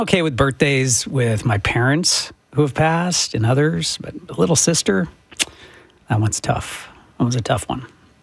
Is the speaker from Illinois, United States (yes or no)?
no; Sioux City, Iowa, United States; I remember driving when I was a kid from Sioux City. We'd drive up to Spokane and we'd drive through Nebraska and drive through Montana.